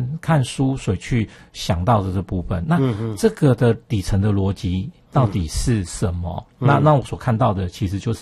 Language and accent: Chinese; Taiwan; 那我们台湾人、我们有没有我们真正自己的一个所谓的世界观？